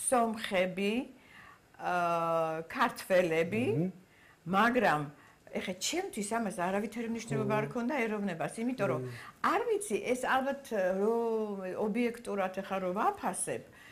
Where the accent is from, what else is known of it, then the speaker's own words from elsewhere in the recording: Tbilisi, Georgia; მე დავიბადე ადრე იყო ეს იგი საბჭოს ქუჩა, ეხლა არის ჩიტაიას ქუჩა 73 ნომერში. იქ ცხოვრობდა ჩემი ბებია, დედის დედა.